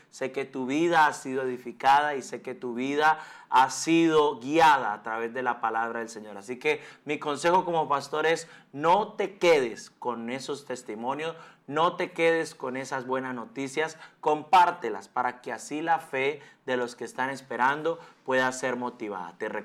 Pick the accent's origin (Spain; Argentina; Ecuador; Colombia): Colombia; Estamos acompañando a Colombia en esta recta final, camino a la segunda vuelta de nuestras elecciones presidenciales